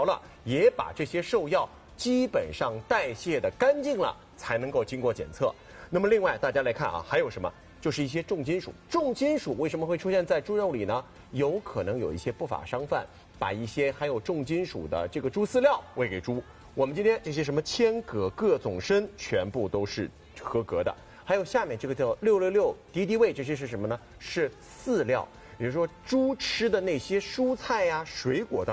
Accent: Shanghai, China; 就是咱们上海人自己的味道，就是咱们上海人本土的品牌

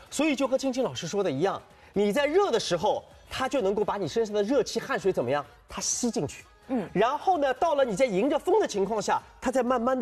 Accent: Shanghai, China; 咱们上海人

